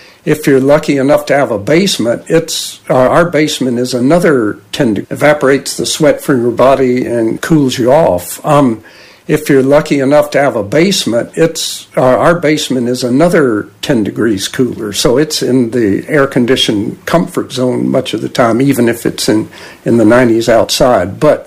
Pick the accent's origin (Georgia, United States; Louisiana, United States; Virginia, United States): Georgia, United States; I grew up in Georgia in the years before air conditioning mostly, and it was exactly as you describe it.